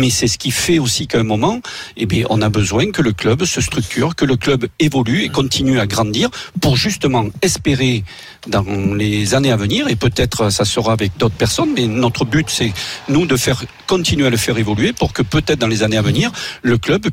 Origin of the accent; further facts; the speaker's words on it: Sarlat, Nouvelle-Aquitaine, France; je suis bien du Périgord. Merci. Et bien un vrai Périgourdin.